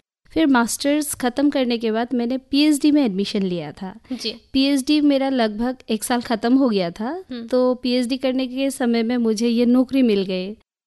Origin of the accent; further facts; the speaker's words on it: Diphu, Assam, India; moved away as an adult; also born or lived in Moran, Dibrugarh district / Mizoram; now in Haflong, India; मैं बेसिकली मैं डिफू से हूँ, मेरा स्कूलिंग भी डिफू से हुआ है। फिर मेरा शादी मोरान डिब्रूगढ़ डिस्ट्रिक्ट, वहाँ पे मेरा शादी हुआ है।